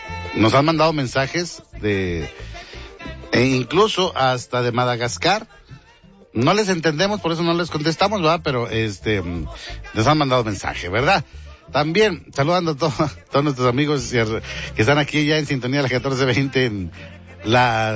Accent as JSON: {"language": "Spanish", "town": "Escobedo", "region": "Nuevo León", "country": "Mexico", "said": "Yo soy de Escobedo"}